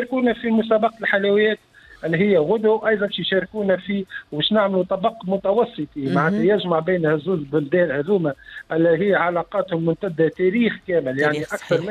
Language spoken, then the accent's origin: Arabic; Tunisia; وانا تونسي